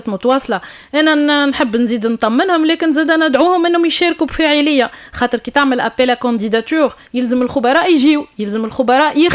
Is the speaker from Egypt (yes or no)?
no; Tunisia; ما كانش عندنا في تونس